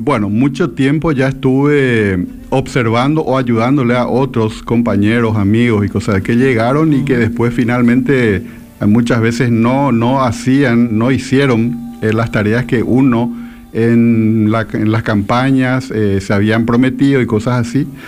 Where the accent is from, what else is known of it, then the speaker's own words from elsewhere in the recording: Asunción, Paraguay; now in Ciudad del Este, Paraguay; Yo soy de Asunción, pero hace 40 y pico de años que estoy.